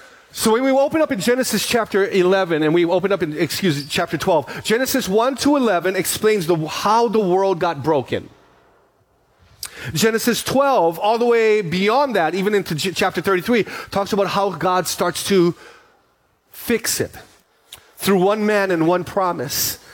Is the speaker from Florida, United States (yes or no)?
no; Honokaa, Hawaii, United States; We grew up on Honokaa on the Big Island